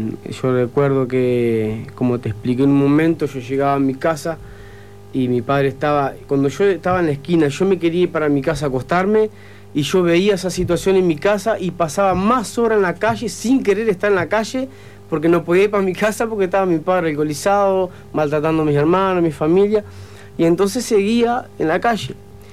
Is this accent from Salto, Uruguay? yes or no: yes; Salto, Uruguay; Nosotros somos, soy Ciudad de Salto, vivo con mis 7 hermanos, entre hermanas.